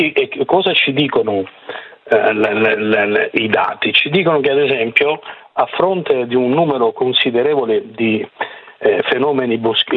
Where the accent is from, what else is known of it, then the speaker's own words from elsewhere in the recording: Calabria, Italy; io lo dico anche da calabrese